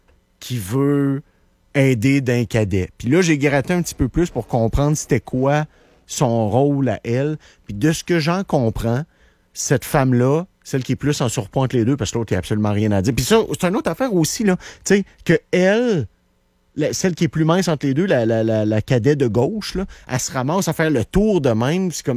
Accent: Quebec City, Quebec, Canada; moi, j'ai grandi à Val-Bélair avec plein d'enfants de militaires.

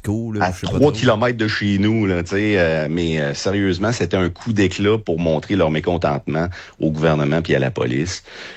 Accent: Quebec City, Quebec, Canada; moved away as an adult; now in Playa del Carmen, Mexico; La ville de Québec même.

